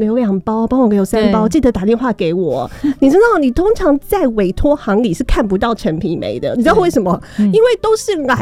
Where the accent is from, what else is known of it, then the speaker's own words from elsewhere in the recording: Keelung, Taiwan; 因为我家乡是基隆嘛，我们靠海边